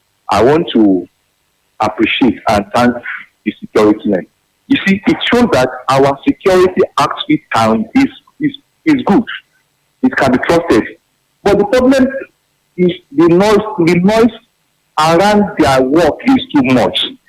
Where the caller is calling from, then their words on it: Ikire, Osun, Nigeria; I'm calling from Ikiri.